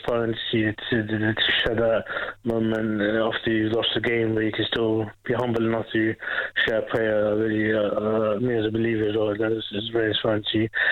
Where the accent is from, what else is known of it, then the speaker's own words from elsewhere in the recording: England, United Kingdom; also born or lived in Sweden; And I'm from England. That's it. I'm dual citizenship.